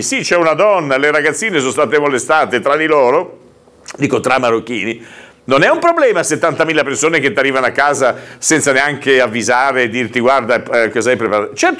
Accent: Albisola, Liguria, Italy; Uno di Albisola del mio paese

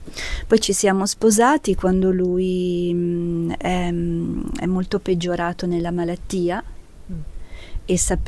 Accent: Chiavari, Liguria, Italy; also born or lived in Province of Pavia; Io sono nata in provincia di Pavia, dove è nata la mia famiglia. Però poi ho sempre vissuto a Chiavari

